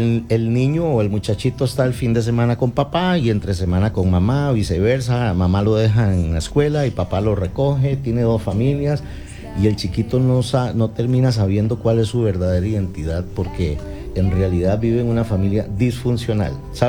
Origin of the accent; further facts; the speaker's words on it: Costa Rica; Miren, ¿por qué estamos acá? Somos de Costa Rica, van a venir pastores de diferentes países de Latinoamérica